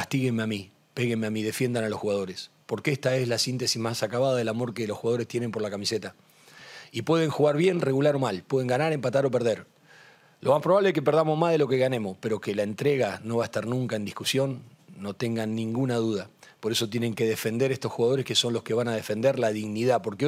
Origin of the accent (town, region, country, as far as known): Argentina